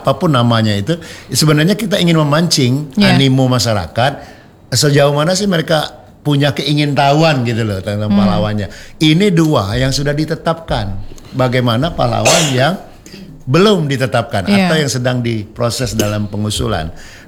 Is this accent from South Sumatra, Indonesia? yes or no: yes; Palembang, South Sumatra, Indonesia; sebagai orang Sumatera Selatan dan Palembang khususnya ya.